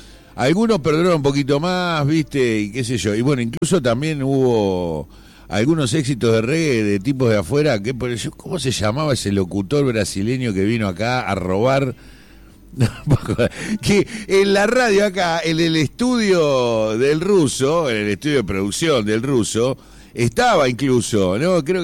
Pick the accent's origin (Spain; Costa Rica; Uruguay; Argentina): Argentina; te resaltan cómo somos los argentinos